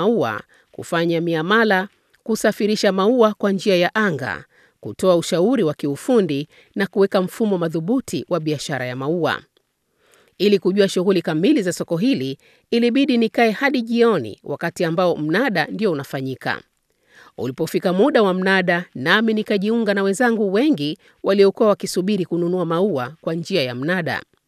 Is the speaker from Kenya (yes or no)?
no; Zanzibar, Tanzania; harufu nzuri ilitanda hewani na kunifanya nikumbuke nyumbani kwetu Zanzibar, visiwa vya karafuu.